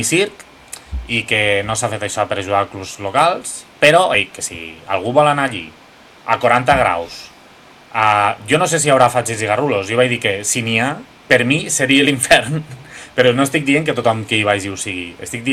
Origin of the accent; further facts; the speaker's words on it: Lleida, Catalonia, Spain; sóc de Lleida des de xiquitito.